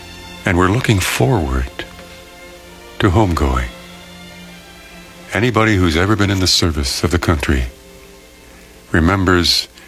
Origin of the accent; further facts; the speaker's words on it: Philadelphia, Pennsylvania, United States; moved away as an adult; I'm from Philadelphia. I still retain some of the accent.